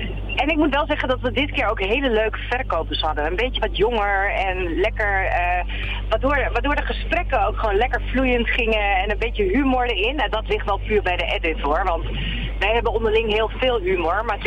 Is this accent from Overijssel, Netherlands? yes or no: yes; Overijssel, Netherlands; als Twentenaar, niet alleen, maar ook echt als Nederlanders